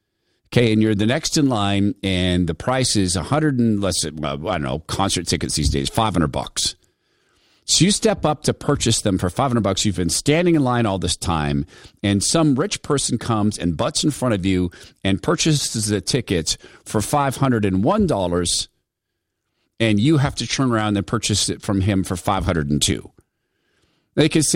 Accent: Spokane, Washington, United States; You know, I grew up in Spokane, Washington

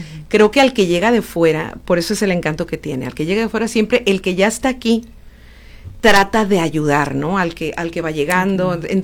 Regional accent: Tijuana, Baja California, Mexico; also born or lived in Sonora; O sea, yo me siento tijuanense, soy una sonorense, una tijuanense nacida en Sonora, ¿no?

